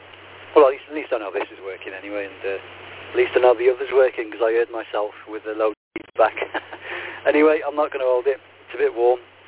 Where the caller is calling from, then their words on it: Telford, West Midlands, United Kingdom; My QTH is Telford, in Shropshire. I'm not far from the Iron Bridge, a place called Woodside.